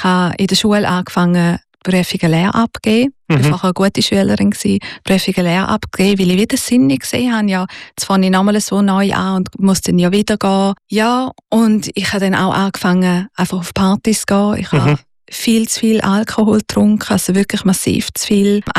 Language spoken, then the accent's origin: German; Graubünden, Switzerland; Also aufgewachsen bin ich wirklich als Bauernmeidli in den Bündner Bergen.